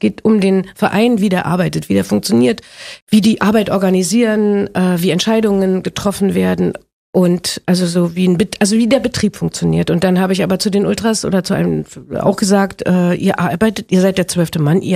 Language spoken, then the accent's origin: German; Berlin, Germany; Ich komme aus der Gegend, für mich ist Union vertraut, für mich ist es Heimat.